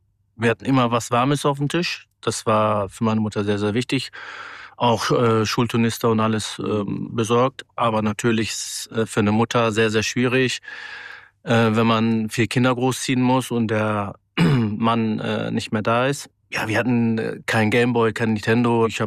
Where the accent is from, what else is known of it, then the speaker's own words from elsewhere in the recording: Bünde, North Rhine-Westphalia, Germany; bin gebürtig aus Bünde-Westfalen, das ist Nähe Herford. Bin in einer Siedlung aufgewachsen, ja, Armut, ne?